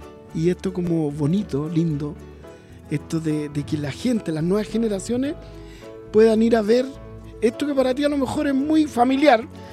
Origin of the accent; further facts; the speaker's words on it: Santiago, Santiago Metropolitan Region, Chile; moved away; yo vengo de Santiago, pero mi familia están todos por acá